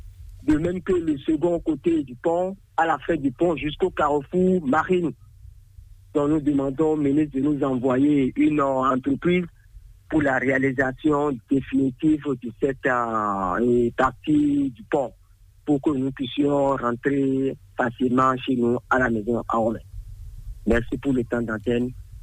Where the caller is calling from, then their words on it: Atlantique, Benin; rentrer chez nous à Womé